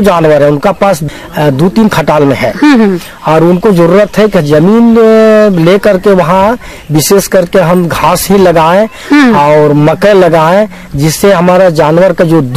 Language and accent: Hindi; Hazaribagh district, Jharkhand, India; ग्राम Gurhet post Chandwar जिला हजारीबाग के रहने वाले हैं।